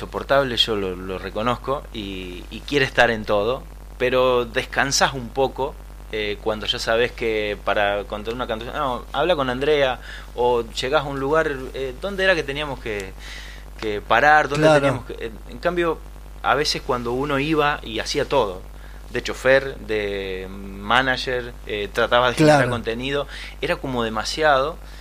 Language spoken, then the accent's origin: Spanish; Córdoba, Argentina; yo tuve la suerte de ir a los bailes de mi pueblo